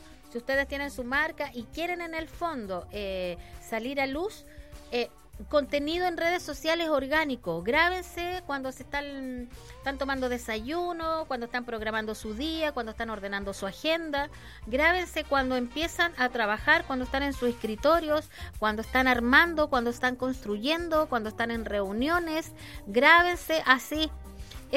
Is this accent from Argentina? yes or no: yes; Argentina; coach, soy de Argentina, mira, me encanta, ¿cómo están?